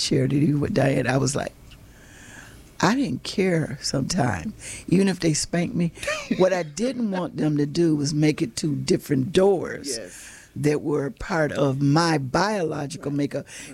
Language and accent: English; Florida, United States; my grandmother, you know, because I come from Florida, right?